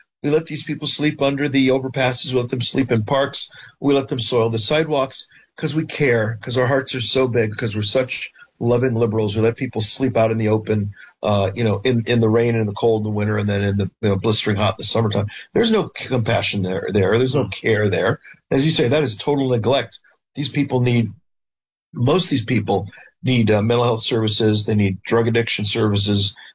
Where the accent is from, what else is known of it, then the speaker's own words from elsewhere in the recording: California, United States; moved away as an adult; I grew up out there. I spent the first 18 years of my life in California. When I grew up in the 60s, 70s, and 80s, the place was booming.